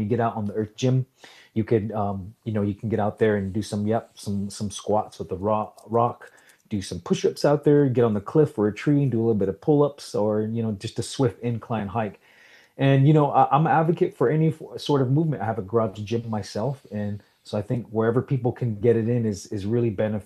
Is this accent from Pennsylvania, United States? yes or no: no; Salt River, Arizona, United States; born or raised there